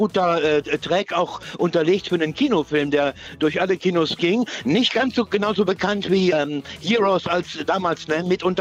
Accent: Rhineland, Germany; ich bin Rheinländer, seh's mir nach.

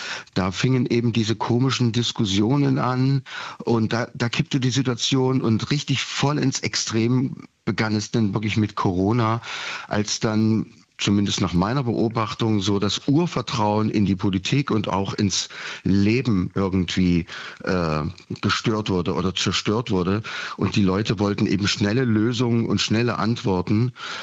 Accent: Leipzig, Saxony, Germany; born there; als Ossi, der ich ja nun bin, ich bin gebürtiger Leipziger

